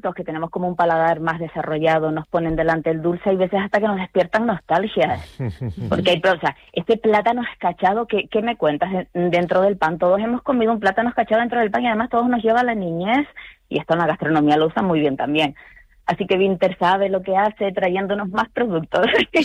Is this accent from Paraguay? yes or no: no; Canary Islands, Spain